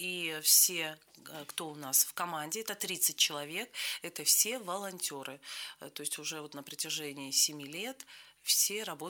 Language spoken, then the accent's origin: Russian; Cherepovets, Vologda Oblast, Russia; я из Череповца